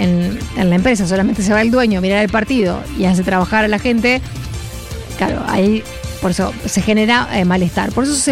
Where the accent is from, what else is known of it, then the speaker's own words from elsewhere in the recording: Argentina; De unirnos como argentinos